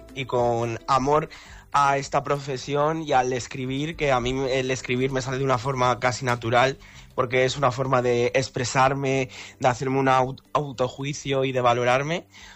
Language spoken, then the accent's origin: Spanish; Guadalaviar, Aragon, Spain; moved away; para un pueblo como es el mío, como es Guadalaviar